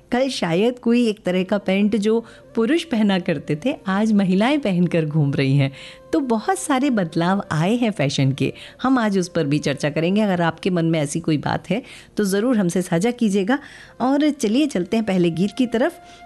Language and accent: Hindi; Mumbai, Maharashtra, India; born or raised there